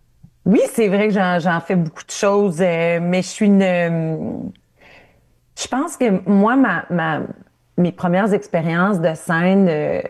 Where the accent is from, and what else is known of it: Ontario, Canada